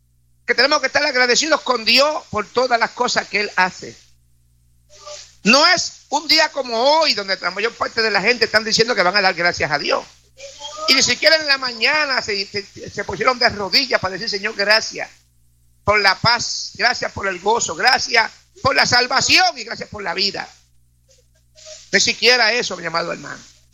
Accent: Puerto Rico; moved away; a mí me enseñaron en mi país, en Puerto Rico

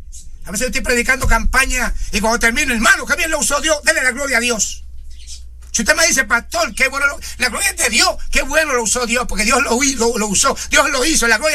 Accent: Bayamón, Puerto Rico; moved away; Yo fui a un día a Bayamón, mi pueblo de Puerto Rico.

